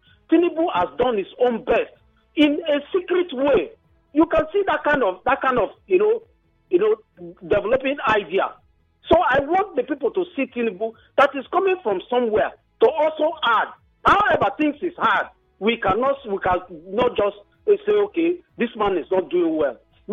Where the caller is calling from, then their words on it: Buri, Nigeria; I'm calling from Buri.